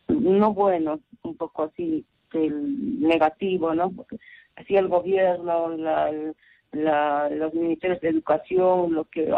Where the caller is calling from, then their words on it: Arequipa, Peru; de Arequipa.